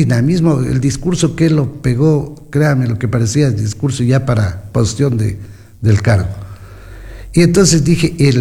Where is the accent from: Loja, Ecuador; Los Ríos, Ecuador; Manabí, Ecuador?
Loja, Ecuador; soy de Loja, la capital musical del Ecuador